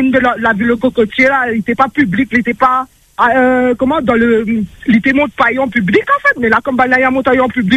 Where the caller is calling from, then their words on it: Saint-Leu, Réunion; Je vous appelle de Saint-Leu